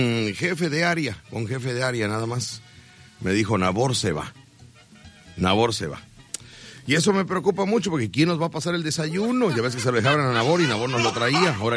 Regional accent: Veracruz, Mexico; Porque yo, pues soy veracruzano, y un veracruzano tiene que haber trabajado en el muelle

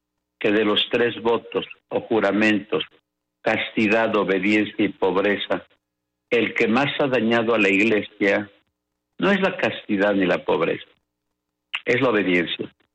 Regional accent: Mexico; la mayoría de los mexicanos no saben o no sabemos el himno nacional.

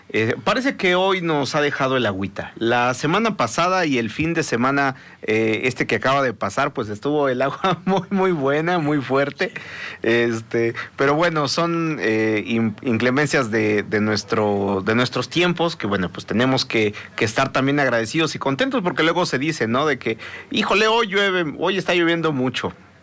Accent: Puebla, Mexico; Y nosotros como poblanos, como mexicanos

